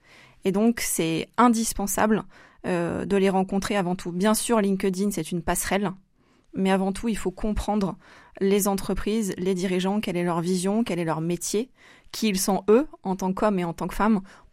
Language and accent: French; Saint-Étienne, Auvergne-Rhône-Alpes, France; Oui, alors moi je suis stéphanoise, je suis née, j'ai grandi à Saint-Étienne, j'en suis partie pour faire mes études et puis comme toujours je pense que le cœur et l'attachement au territoire ont été plus forts et je suis revenue, je suis maintenant de retour à Saint-Étienne depuis plusieurs années